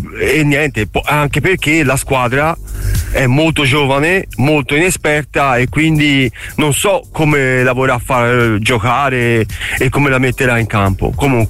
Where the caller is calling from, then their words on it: Pescia, Tuscany, Italy; da Pescia.